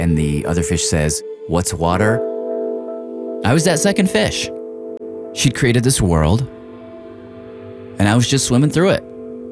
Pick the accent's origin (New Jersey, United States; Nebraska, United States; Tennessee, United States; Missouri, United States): Tennessee, United States; I grew up in Tennessee, which means I grew up